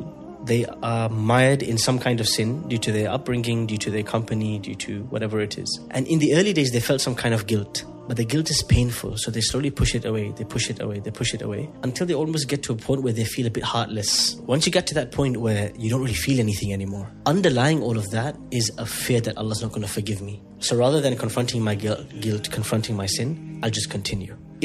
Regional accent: England, United Kingdom; also born or lived in United Arab Emirates; So I'm British, but ethnically half Indian, half Pakistani. I lived half of my life in the UAE, half of my life in the UK.

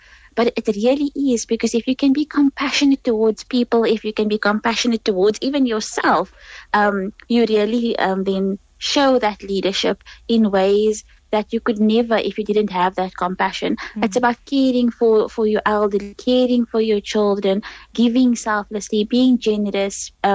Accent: South Africa; as Muslim youth that grew up for myself, I'm really like growing up in South Africa

